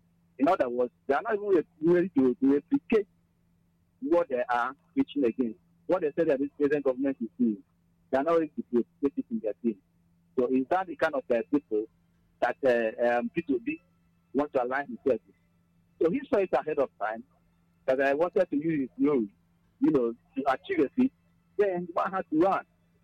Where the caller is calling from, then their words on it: Enugu, Enugu State, Nigeria; I'm calling from Enugu.